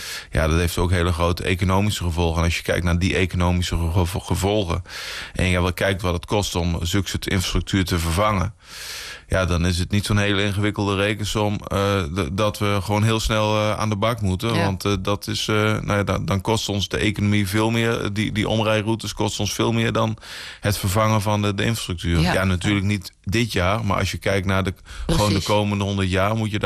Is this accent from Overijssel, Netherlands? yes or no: yes; IJsselmuiden, Overijssel, Netherlands; moved away as an adult; also born or lived in Kampen; now in Blokzijl, Netherlands; Ik ben in IJsselmuiden geboren en opgegroeid. En toen ik getrouwd ben, heb ik een paar jaar in Kampen gewoond. Nou, 12 jaar. En nu ondertussen bijna 5 jaar in Blokcel.